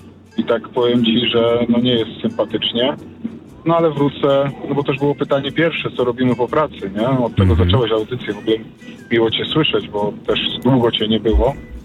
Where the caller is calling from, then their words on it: Brenna, Silesian Voivodeship, Poland; wracam do siebie pod granicę czeską, do Brennej.